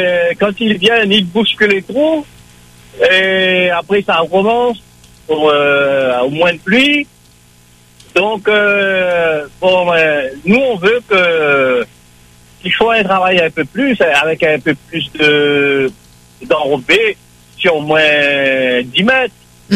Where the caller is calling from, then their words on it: Saint-Denis, Réunion; Voilà, j'habite au Brûlé, rue Général de Gaulle.